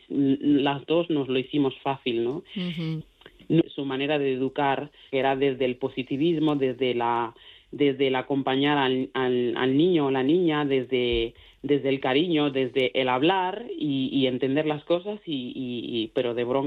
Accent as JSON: {"language": "Spanish", "country": "Mali", "second_language": "Spanish", "lives_now": "Spain", "said": "ahora no me acuerdo prácticamente de mi dialecto, hablo mejor el castellano y el gallego que mi propio dialecto. Y la suerte que tengo es que tengo una pareja maravillosa que también es de Mali"}